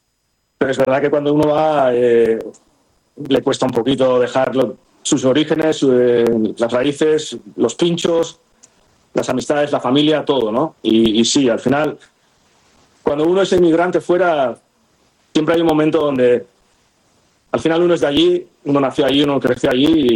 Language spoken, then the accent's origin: Spanish; Basque Country, Spain; now in Boise, United States; En cuanto cualquier americano le dices que soy vasco, siempre te ayuda, incluso en una entrevista laboral o en cualquier, yo trabajo en arquitectura, cualquier cuestión con cualquier contratista, todo el mundo en Boise conoce pues bueno, el origen de los vascos